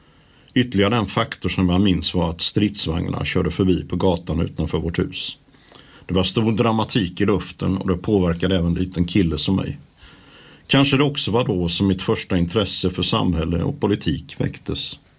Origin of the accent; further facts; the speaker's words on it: Falköping, Västra Götaland County, Sweden; born there; Det var alltså i Falköping jag föddes och fick en uppväxt i en svensk kultur.